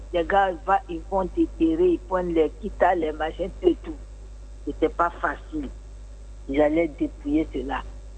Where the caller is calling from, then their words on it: Grand-Bassam, Sud-Comoé, Côte d’Ivoire; chez moi, à Bassam